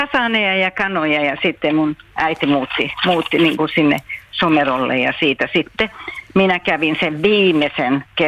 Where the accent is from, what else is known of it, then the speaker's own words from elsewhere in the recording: Helsinki, Uusimaa, Finland; also born or lived in Hämeenlinna; mä oon syntynyt Helsingissä, sitten nuoruuden ollut ensin Hämeenlinnassa ja sen jälkeen Santahaminaan.